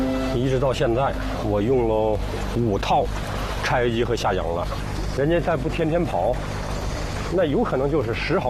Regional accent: Hebei, China; 我是土生土长的这个库区人，是吧？我知道库区这个环境，都在我心里。

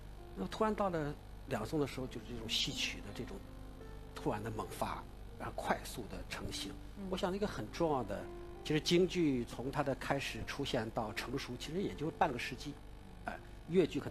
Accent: Henan, China; moved away; 其实我是河南人啊，

